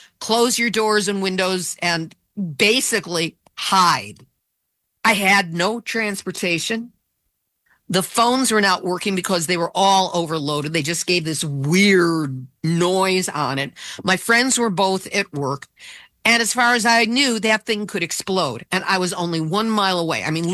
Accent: Chicago, Illinois, United States; I grew up in Chicago.

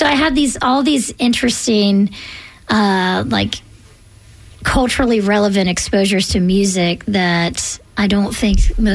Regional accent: Tallahassee, Florida, United States; I think it was from growing up in Tallahassee and seeing that mega FSU experience.

